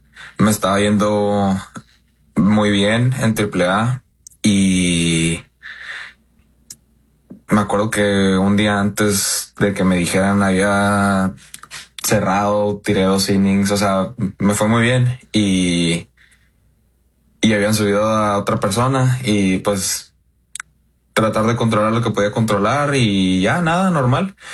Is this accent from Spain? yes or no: no; Mexico; siendo mexicano, los Dodgers retumban en México